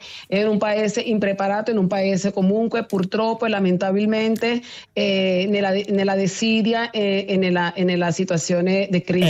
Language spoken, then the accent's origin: Italian; Venezuela; Italian is a second language; moved away; quello che accade nel mio paese